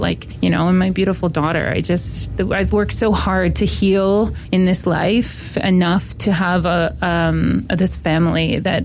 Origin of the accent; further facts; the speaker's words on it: Welland, Ontario, Canada; also born or lived in Six Nations; My citizenship is from Six Nations. It's where my family was from. And I grew up in Welland, small town of Welland, Ontario, is where my family grew up.